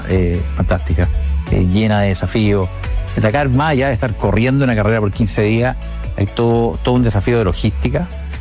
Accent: Coquimbo, Chile; yo soy nacido en Coquimbo, estudié en el colegio en Coquimbo, después estudié agronomía acá en la Católica

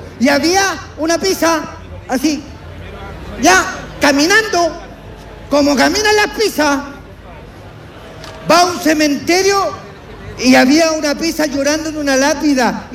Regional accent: La Florida, Santiago Metropolitan, Chile; Yo soy de la yo soy de la Floriguana, o sea, de la Florida. Yo soy de ahí.

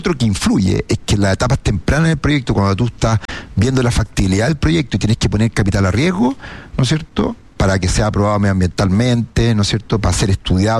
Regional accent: Chile; creo yo, como chileno, que nosotros hagamos una planificación un poquito de ese Chile en 20 años

